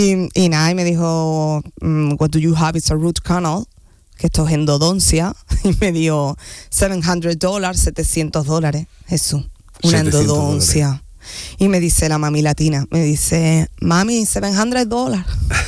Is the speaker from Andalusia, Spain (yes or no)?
yes; Andalusia, Spain; Yo soy andaluza, pero tengo una parte un poquito estadounidense aquí en la cabeza.